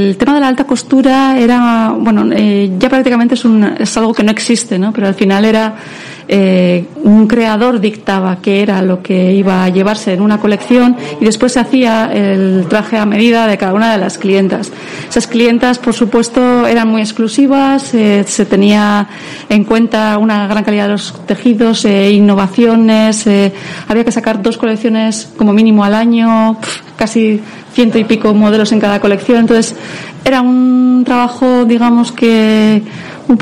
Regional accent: San Sebastián, Basque Country, Spain; yo soy de Donosti.

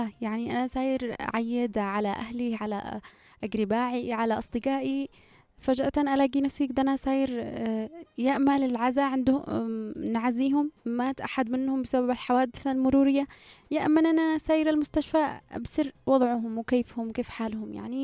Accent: Yemen; إحنا اليمنيين

